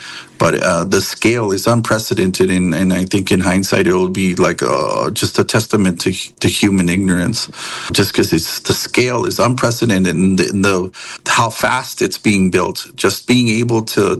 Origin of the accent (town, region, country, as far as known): Texas, United States; also born or lived in New Mexico